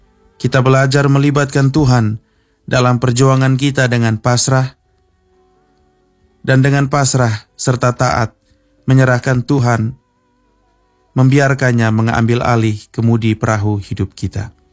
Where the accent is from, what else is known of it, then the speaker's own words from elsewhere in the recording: Kupang, East Nusa Tenggara, Indonesia; Kalau kita orang Kupang kan bilang